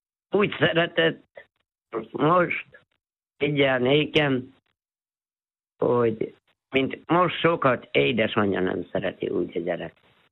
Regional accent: Újfehértó, Szabolcs-Szatmár-Bereg, Hungary; born there; 9 kilométer messziről Újfehértó mellett az Erdődi tanyán laktunk egy tanyán ott is, hát én ott születtem a szalmakadal tövébe, úgyhogy az Pokrózba hordott engem Újfehértóra a hátán.

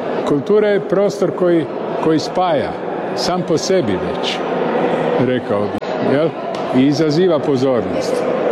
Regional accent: Croatia; Mi kao Hrvati, mi to slavimo i mi to bilježimo na svoj poseban način

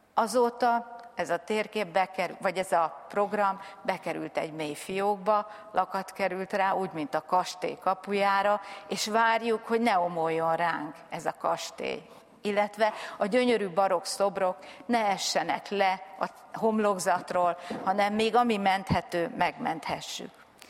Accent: Ráckeve, Pest, Hungary; Ennek a kastélynak a falai között generációk, köztük én is ott nőttem föl.

